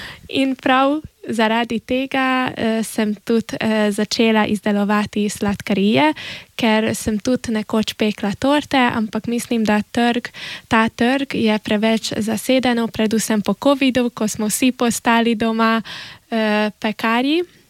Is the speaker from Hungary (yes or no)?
yes; Szakonyfalu, Vas, Hungary; Ja, sem iz Sakalovec, sem porabska Slovenka, tako oče kot mama sta porabska Slovenca in sem šla študirati v Budimpešto